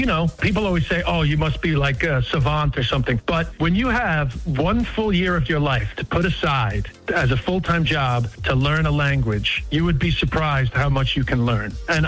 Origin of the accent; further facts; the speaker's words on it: New York City, New York, United States; There's a section about growing up in Queens.